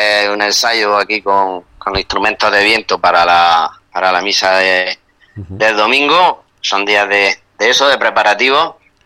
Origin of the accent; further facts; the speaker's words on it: Spain; los que somos del barrio del Alto Aledo